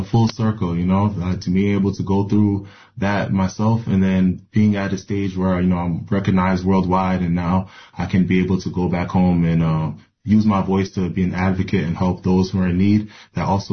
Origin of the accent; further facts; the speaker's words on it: New Hampshire, United States; I grew up in New Hampshire, and where I met community where I had other friends who were also refugees